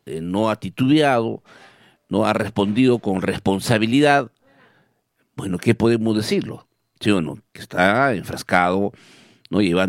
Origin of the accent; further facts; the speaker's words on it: Villa Rica, Pasco, Peru; ¿Qué tal Villarrica? Buenos días, Villarrica. ¿Cómo amaneció mi pueblo querido de Villarrica?